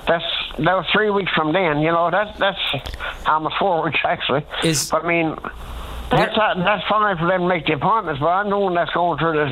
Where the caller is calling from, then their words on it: St. Lawrence, Newfoundland and Labrador, Canada